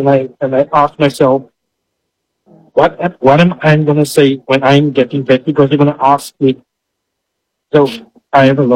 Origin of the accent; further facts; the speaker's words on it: Eastern Cape, South Africa; I'm from the Eastern Cape, city called Tarifa, close to Port Elizabeth.